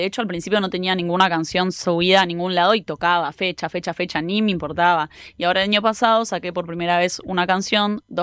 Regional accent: Necochea, Buenos Aires Province, Argentina; now in Buenos Aires, Argentina; Y me fui cuando era muy chiquita y viví toda mi vida allá, mi infancia, adolescencia, y me considero, sí, soy Necochea.

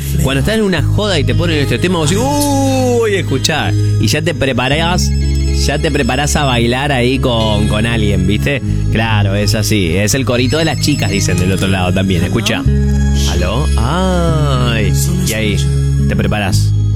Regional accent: Pergamino, Buenos Aires Province, Argentina

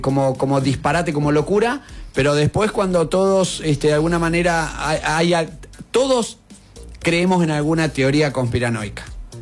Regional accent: La Pampa, Argentina; Como decimos aquí en La Pampa

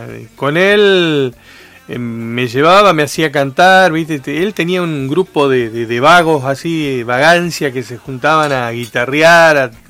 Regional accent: Argentina; Porque somos así los argentinos.

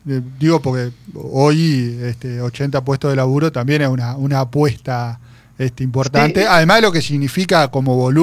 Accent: Ingeniero Sajaroff, Entre Ríos, Argentina; moved away as an adult; now in Paraná, Argentina; hace un par de años que vivo en Paraná, yo soy de Ingeniero Sájarov, un pueblo en el centro de la provincia de Entre Ríos, que no solo que no tenemos McDonald's, sino que hamburguesería hay hace un año y medio.

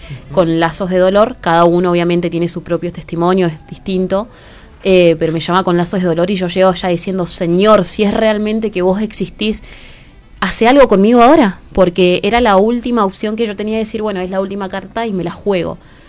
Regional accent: Rincón de los Sauces, Neuquén, Argentina; moved away; Yo soy de Neuquén. Yo soy de Neuquén, de Rincón de los Sauces específicamente.

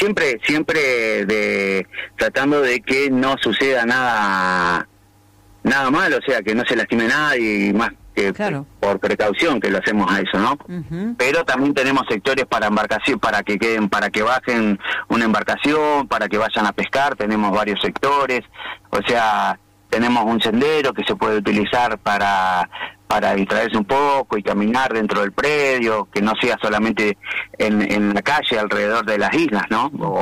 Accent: Ingeniero Huergo, Río Negro, Argentina; yo estoy nacido y criado acá en Huergo

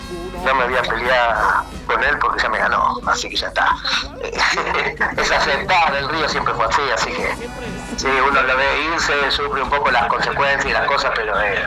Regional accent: Rosario, Santa Fe, Argentina; somos todos gente de acá, todos gente que influenciados por nuestro vivir, por nuestro entorno, por las cosas que nos pasan, por la falta de heces y las sobrantes de alegrías, y somos rosarinos.

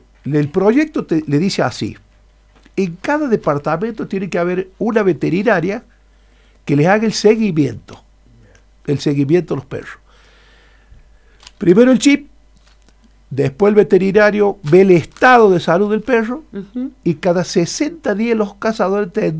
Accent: San Juan, Argentina; tenía que juzgar en mi país de origen.

